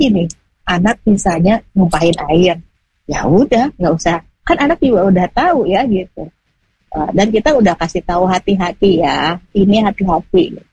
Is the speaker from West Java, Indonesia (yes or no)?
yes; West Java, Indonesia; saya orang Sunda nih ya.